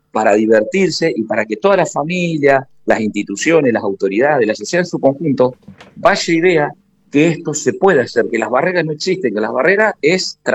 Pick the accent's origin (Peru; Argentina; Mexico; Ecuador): Argentina; Santa Fe; yo soy de Santa Fe Capital